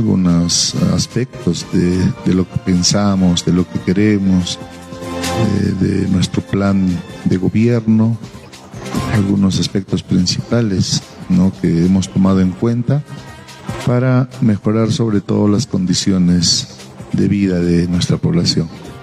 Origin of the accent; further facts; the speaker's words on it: Yunguyo, Puno, Peru; en el año 2001-2002 retorno a mi tierra como profesor en mi colegio, en el Colegio José Galvez.